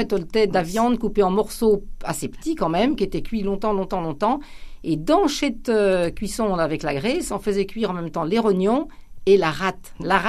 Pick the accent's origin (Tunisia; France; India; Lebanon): France; Nouvelle-Aquitaine; chez nous en Poitou